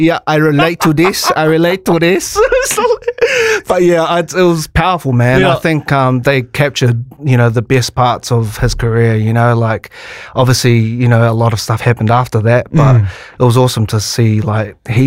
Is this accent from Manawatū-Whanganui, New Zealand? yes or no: yes; Levin, Manawatū-Whanganui, New Zealand; now in Auckland, New Zealand; I'm a singer-songwriter here from Auckland. But I grew up in Levin, Little Levin, near Palmy.